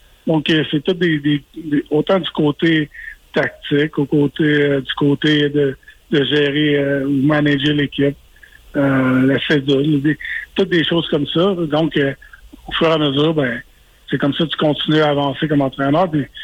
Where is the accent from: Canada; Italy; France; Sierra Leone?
Canada; Quebec; étant donné que je suis Québécois